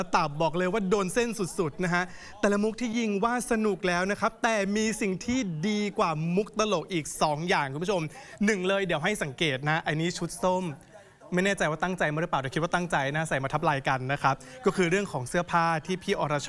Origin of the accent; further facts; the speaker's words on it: Phichit, Thailand; แต่ละงานที่รับอาจจะต้องอยู่บริเวณแถบภาคเหนือตอนล่างด้วยเพราะว่าต้องดูแลคุณแม่ด้วยที่จังหวัดพิจิตรบ้านเกิดครับ